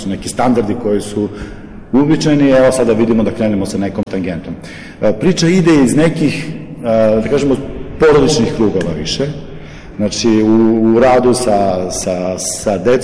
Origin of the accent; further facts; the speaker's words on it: Vranje, Southern and Eastern Serbia, Serbia; Ja sam slikar iz Vranja